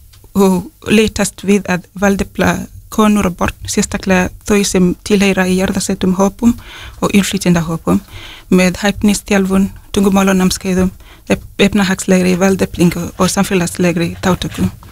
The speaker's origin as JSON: {"language": "Icelandic", "country": "Kenya", "second_language": "Icelandic", "moved": "as an adult", "lives_now": "Iceland", "said": "ég er frá Kenya en ég er líka ég kalla Ísland heim sko."}